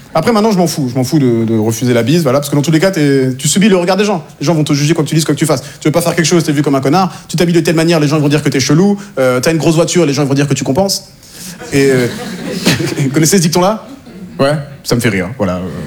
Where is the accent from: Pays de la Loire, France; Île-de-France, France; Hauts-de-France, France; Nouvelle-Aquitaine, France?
Pays de la Loire, France; La Barre-de-Monts; born there; also born or lived in Normandy; J'étais là, ben, 110 avenue de l'Estacade, 85 550, la barre de Montfromentine.